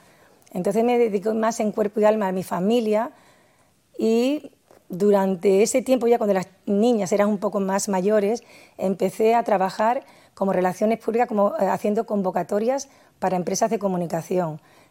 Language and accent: Spanish; Andalusia, Spain